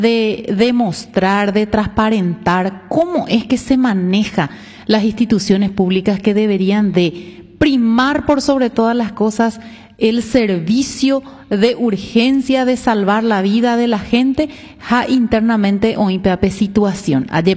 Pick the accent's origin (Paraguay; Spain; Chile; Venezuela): Paraguay; somos tantos paraguayos